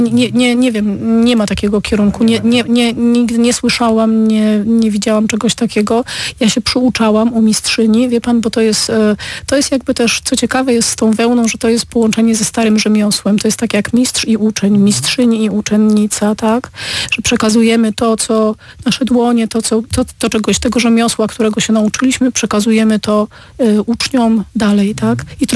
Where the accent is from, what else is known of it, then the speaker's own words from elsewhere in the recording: Opole Voivodeship, Poland; ja wychowałam się koło cementowni Odry